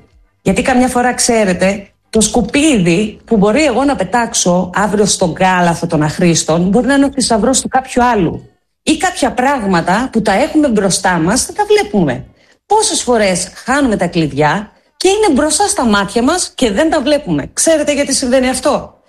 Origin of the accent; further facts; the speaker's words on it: Greece; ως Έλληνες, ως Έλληνες Ορθόδοξος λαός